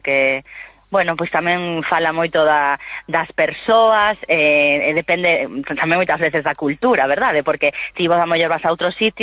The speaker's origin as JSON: {"language": "Galician", "region": "Buenos Aires", "country": "Argentina", "tie": "born or raised there", "also_born_or_lived": "Vigo", "lives_now": "O Porriño, Spain", "said": "son de Buenos Aires, nací en Buenos Aires, pero viven en Vigo, e agora estamos as dúas afincadas no Porriño."}